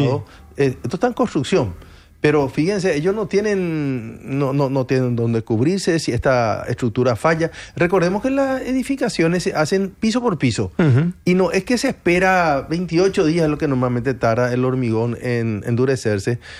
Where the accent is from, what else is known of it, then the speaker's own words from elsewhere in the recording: Paraguay; qué bendecido que somos los paraguayos